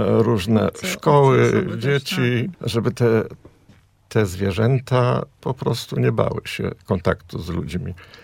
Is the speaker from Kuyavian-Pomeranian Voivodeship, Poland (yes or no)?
yes; Bydgoszcz, Kuyavian-Pomeranian Voivodeship, Poland; ja pochodzę z Bydgoszczy, mieszkał 25 kilometrów od Bydgoszczy